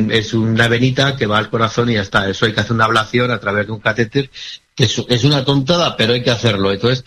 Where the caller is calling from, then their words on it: Zaragoza, Aragon, Spain; ¿Que soy el único de Zaragoza que viene al tribunal médico?